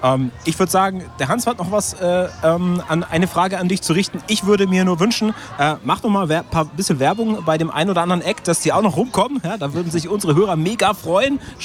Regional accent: Germany; now in Switzerland; Also als Deutscher

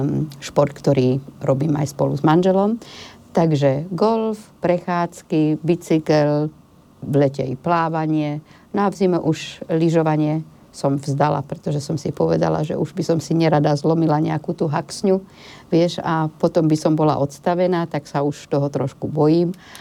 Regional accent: Komárno, Nitra Region, Slovakia; born there; moved away; also born or lived in Bratislava; Narodila som sa úplne niekde na Bažinách, na juhu Slovenska, v Komárne, takže tam turistika nebola. No a potom, keď som sa presťahovala do Bratislavy

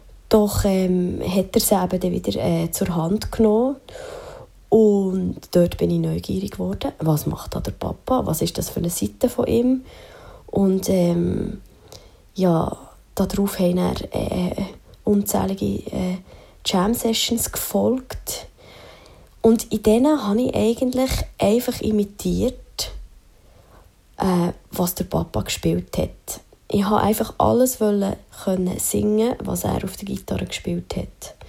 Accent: Bern, Switzerland; ich bin eine Berner Musikerin

